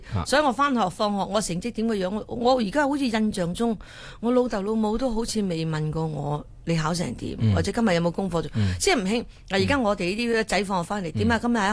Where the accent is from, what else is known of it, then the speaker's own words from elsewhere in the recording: Ipoh, Perak, Malaysia; moved away; 我哋喺嗰度出世咧